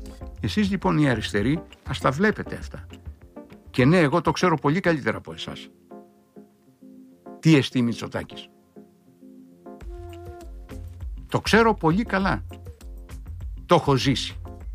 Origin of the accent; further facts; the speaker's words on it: Crete, Greece; επειδή μεγάλωσα στην Κρήτη